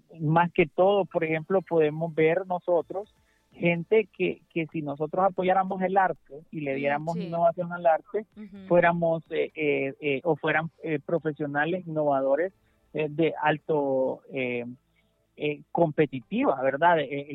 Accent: Honduras

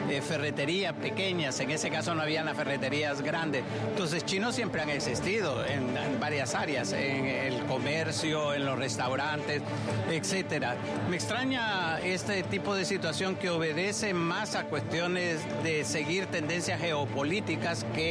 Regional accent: Tegucigalpa, Francisco Morazán, Honduras; Cuando yo crecí en Tegucigalpa

